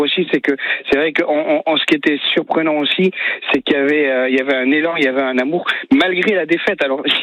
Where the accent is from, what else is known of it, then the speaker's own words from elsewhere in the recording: Basque Country, France; on est originaire du Pays Basque, donc c'est quand même le sport chez nous